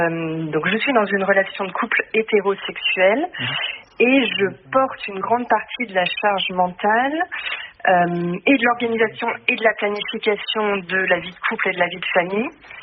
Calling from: Rennes, Brittany, France; Je vous appelle de Rennes.

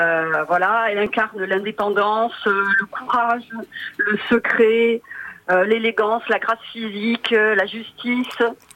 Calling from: Dijon, Bourgogne-Franche-Comté, France; Je vous appelle de de Dijon.

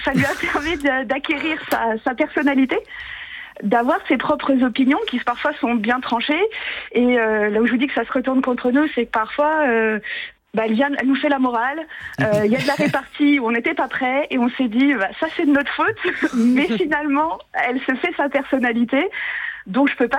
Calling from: Bordeaux, Nouvelle-Aquitaine, France; De Bordeaux.

